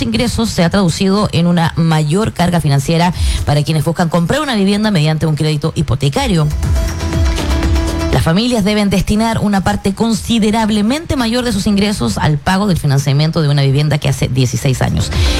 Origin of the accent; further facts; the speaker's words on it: Chile; finalmente igual somos chilenos